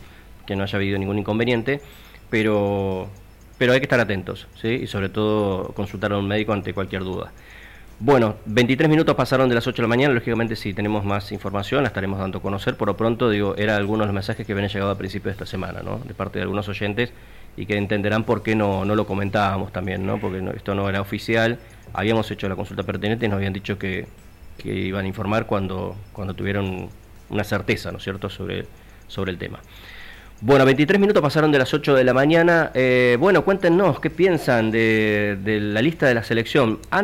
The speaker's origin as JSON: {"language": "Spanish", "country": "Argentina", "said": "somos argentinos"}